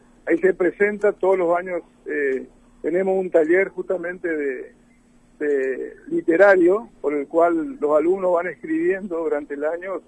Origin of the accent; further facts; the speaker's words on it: Argentina; para aquellos que somos argentinos y también italianos.